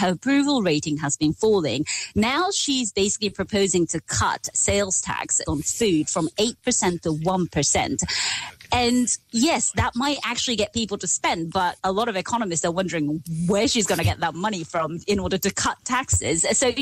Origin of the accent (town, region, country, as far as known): Japan